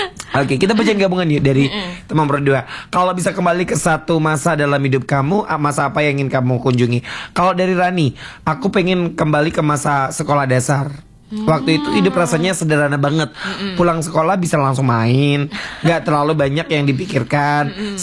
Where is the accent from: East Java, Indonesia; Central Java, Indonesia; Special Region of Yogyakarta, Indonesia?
East Java, Indonesia; Jember; moved away as an adult; also born or lived in Wuluhan / Surabaya; mulai dari dalam kandungan saya lahir di Jember, keluar dari kandungan pun mulai dari kecil hingga TK, SD, SMP, SMA semuanya di Jember. Kuliah S1 pun di Jember.